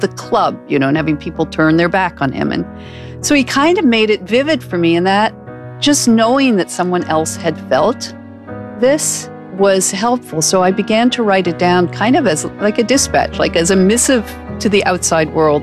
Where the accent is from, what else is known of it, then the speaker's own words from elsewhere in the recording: Canada; I grew up Episcopal in Canada, I wasn't not religious, but I just took it as it was given to me.